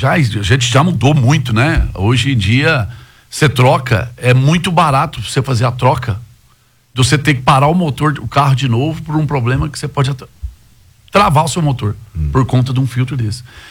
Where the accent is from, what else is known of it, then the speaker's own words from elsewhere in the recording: Goiás, Brazil; Eu sou goiano e já morei fora daqui de Goiás.